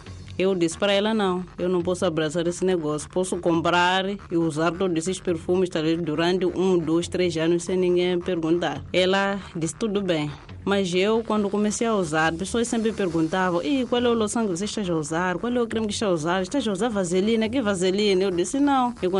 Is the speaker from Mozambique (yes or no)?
yes; Manjacaze, Gaza, Mozambique; Sou natural de Manjacaze.